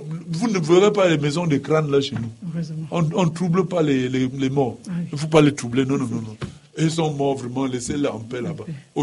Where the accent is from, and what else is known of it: Tonga, West, Cameroon